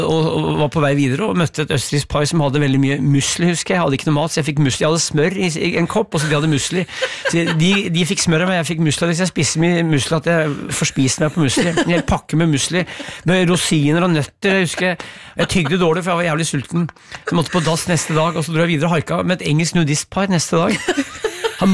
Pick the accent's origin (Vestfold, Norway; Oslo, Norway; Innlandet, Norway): Innlandet, Norway; Brumunddal; jeg vokste opp på jobb og mye på fabrikket I oppveksten I Brumunddal.